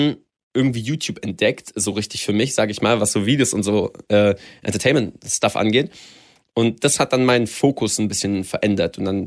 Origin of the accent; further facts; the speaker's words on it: Baden-Württemberg, Germany; Erstmal so da lokal in dem Dorf, wo ich aufgewachsen bin. In Nähe von Stuttgart tatsächlich.